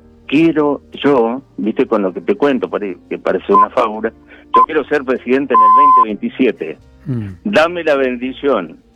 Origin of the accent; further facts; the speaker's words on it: La Rioja, Argentina; Me dediqué a los medios de comunicación en mi provincia natal. Yo soy de La Rioja.